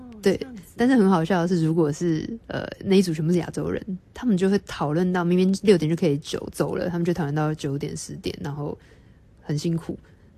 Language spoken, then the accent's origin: Chinese; Taiwan; 我们台湾